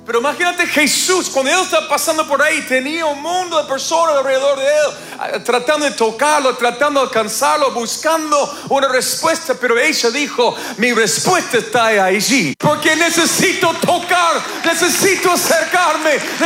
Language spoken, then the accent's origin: Spanish; Argentina; Digo ganamos porque también soy argentino y terminé cantando en cabildo como todos los locos.